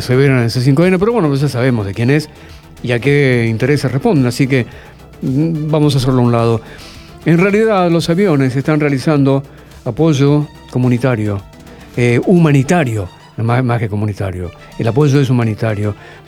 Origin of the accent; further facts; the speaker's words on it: Argentina; lo estoy diciendo como argentino